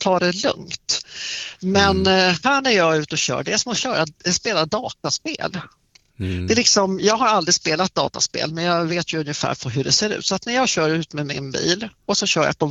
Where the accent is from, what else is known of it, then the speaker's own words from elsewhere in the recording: Italy; Jag är ju från Italien så att jag tutar en hel del.